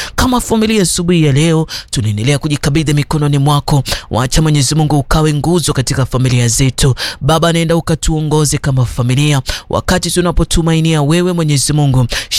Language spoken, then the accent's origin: Swahili; Tana River County, Kenya; Nasikia pia kule kwetu Tana River